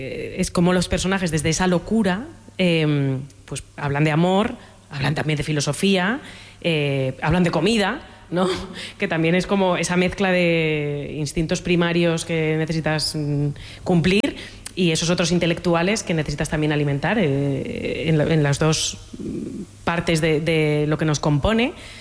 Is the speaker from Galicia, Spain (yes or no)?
no; Valencian Community, Spain; Soy valenciana.